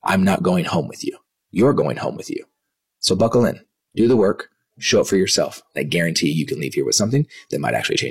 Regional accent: Dallas, Texas, United States; also born or lived in Kansas; So I was born in 1983. I was born in Kansas, only lived there for about a week, came back to Dallas

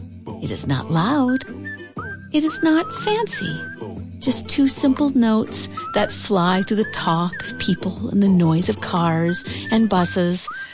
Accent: Norristown, Pennsylvania, United States; She was my neighbor as I was growing up in Norristown, Pennsylvania.

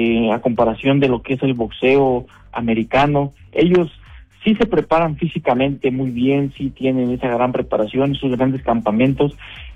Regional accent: San Mateo Atenco, State of Mexico, Mexico; Así es, somos de San Mateo Atenco, la tierra del calzado, representando orgullosamente, como en su momento lo hizo Bernardo Segura, quien ganó esa medalla para México.

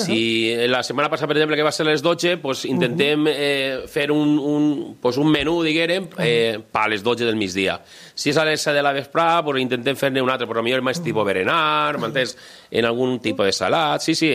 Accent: Cocentaina, Valencian Community, Spain; nosaltres, independentment de que som de Cocentaina

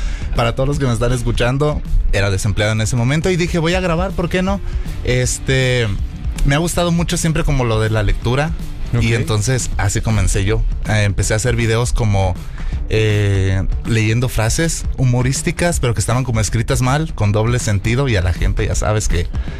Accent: Lázaro Cárdenas, Michoacán, Mexico; No, yo soy de Lázaro Cárdenas, Michoacán.

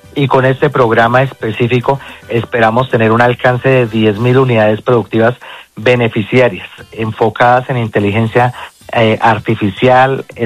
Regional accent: Bogotá, Colombia; yo soy rolo, por decirlo de alguna forma, es la primera experiencia en este territorio

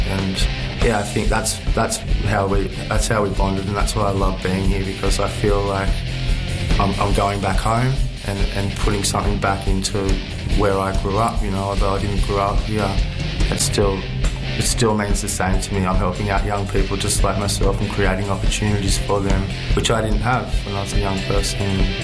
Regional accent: Moree, New South Wales, Australia; now in Tennant Creek, Australia; It's really similar to where I grew up in Moree. It's a small town. It's dry, like Tennant Creek.

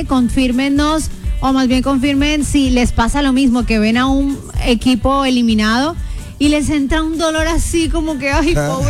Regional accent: Colombia; para nosotros como colombianos

